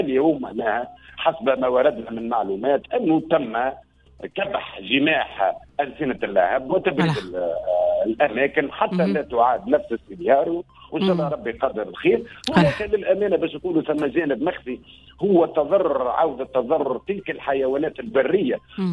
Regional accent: Tunisia; وهذا ما يثلج صدورنا كتونسيين

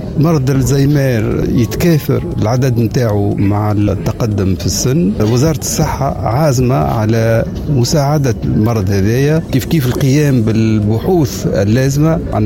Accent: Tunisia; عندنا في تونس

